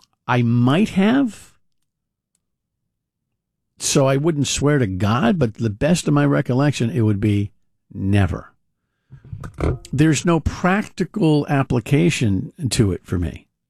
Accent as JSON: {"language": "English", "region": "Massachusetts", "country": "United States", "tie": "born there", "moved": "as an adult", "lives_now": "Cumberland, Rhode Island, United States", "said": "outside of Springfield. And you would see the PVTA, as they call it, the Pioneer Valley Transit Authority buses, in my hometown on a regular basis"}